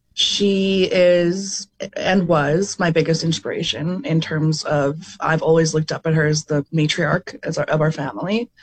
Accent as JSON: {"language": "English", "town": "Pinawa", "region": "Manitoba", "country": "Canada", "tie": "born there", "said": "I was born in Pinawa, Manitoba, and love nature as a result of that."}